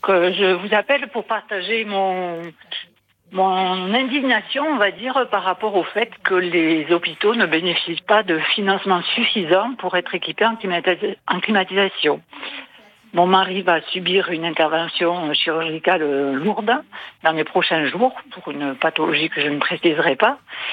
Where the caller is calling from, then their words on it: Toulouse, Occitanie, France; j'appelle de Toulouse.